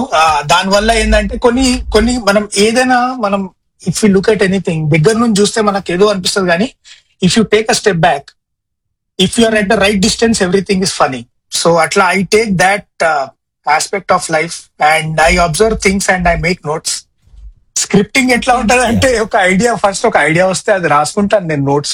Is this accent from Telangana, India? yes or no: yes; Hyderabad, Telangana, India; So Hyderabad లో నేను పుట్టింది నారాయణగూడ, ఓకే, విఠల్వాడి నారాయణగూడ. అక్కడ ఒక 8-9, 9-10 ఇయర్స్ ఏజ్ వరకు అక్కడ ఉన్నా.